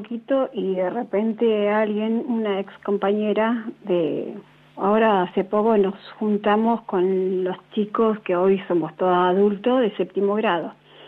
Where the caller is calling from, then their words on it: Neuquén, Argentina; De acá, Neuquén.